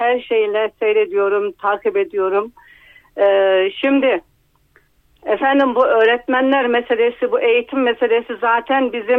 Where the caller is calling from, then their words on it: Çankırı, Çankırı Province, Turkey; Ben Çankırı'dan arıyorum.